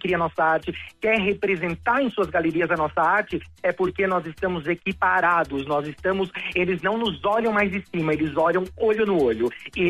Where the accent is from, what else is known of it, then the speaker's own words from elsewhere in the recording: Brazil; Eu não apelei, eu não fui apelativo para mostrar que eu sou brasileiro. Eu fiz o que significa para mim. É um produto cacau brasileiro, uma homenagem ao meu país, que eu amo absurdamente